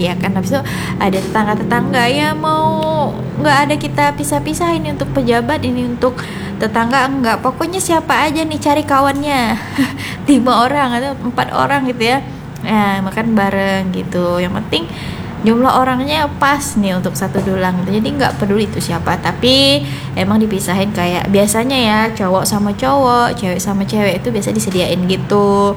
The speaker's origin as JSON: {"language": "Indonesian", "region": "Riau Islands", "country": "Indonesia", "said": "kita orang Melayu Natuna"}